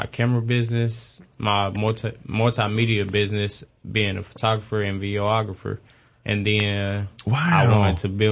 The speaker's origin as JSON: {"language": "English", "town": "Fulton", "region": "Kentucky", "country": "United States", "said": "I'm from a small city, Fulton, Kentucky."}